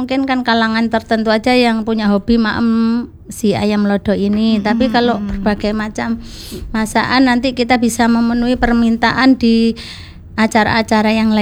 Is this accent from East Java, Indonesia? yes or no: yes; Trenggalek, East Java, Indonesia; moved away; kebetulan saya itu orang Trenggalek.